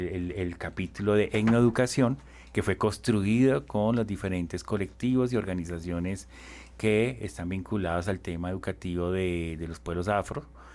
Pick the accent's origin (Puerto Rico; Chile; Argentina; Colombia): Colombia; la educación que nos reconoce como colombianos y colombianas en todos los territorios